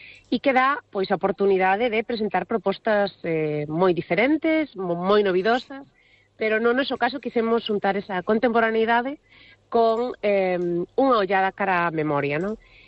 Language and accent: Galician; Cangas, Galicia, Spain; que son da ría de Vigo, ou son de Cangas, do outro lado da ría, pero para min Vigo formou parte da miña vida dende moi cativa